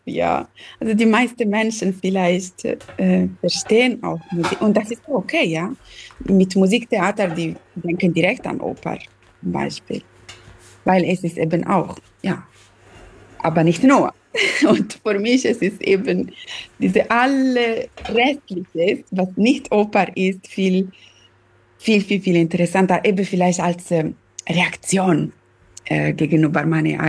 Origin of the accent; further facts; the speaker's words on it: Southern Italy, Italy; German is a second language; now in Germany; Ich komme aus Süditalien und wir sind hier jetzt in Deutschland seit eigenen Jahren.